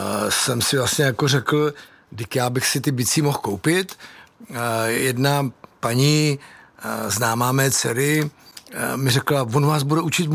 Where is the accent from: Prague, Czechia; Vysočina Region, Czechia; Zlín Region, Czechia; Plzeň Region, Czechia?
Prague, Czechia; my dva jsme z Prahy